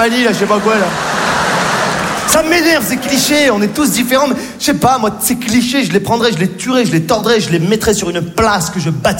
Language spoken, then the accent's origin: French; Morocco; born there; Je suis né au Maroc.